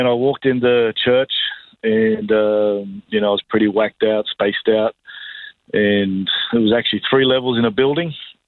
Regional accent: Sydney, New South Wales, Australia; born or raised there; also born or lived in New Zealand

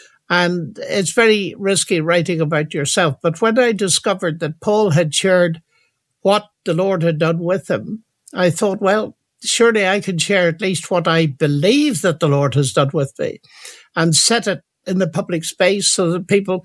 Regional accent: Northern Ireland, United Kingdom; moved away; The troubles hadn't started when I was young. They actually were later. I left Ireland before they'd started in earnest

